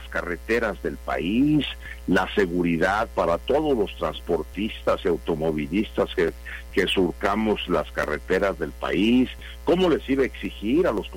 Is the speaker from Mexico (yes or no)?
yes; Mexico